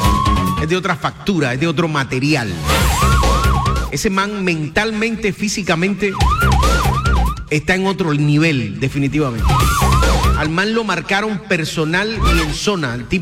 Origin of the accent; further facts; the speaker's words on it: Colombia; si no sufrimos, no somos colombianos.